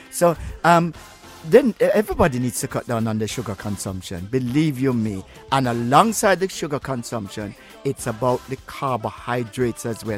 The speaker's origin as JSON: {"language": "English", "country": "Jamaica", "tie": "born or raised there", "lives_now": "United Kingdom", "said": "when I was growing up in Jamaica, we had something called fried dumpling or Johnny cake."}